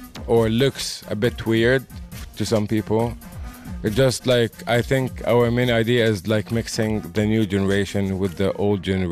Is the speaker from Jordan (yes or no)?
yes; Jordan; Some people, they think I have the American accent and this and that, but I was born and raised in Jordan for 32 years.